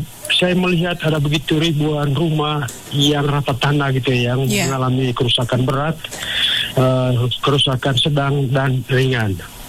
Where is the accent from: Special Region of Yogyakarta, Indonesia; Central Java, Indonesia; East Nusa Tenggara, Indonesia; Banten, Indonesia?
East Nusa Tenggara, Indonesia; Manggarai; now in Jakarta, Indonesia; saya kan orang Manggarai juga, tapi lama di Jakarta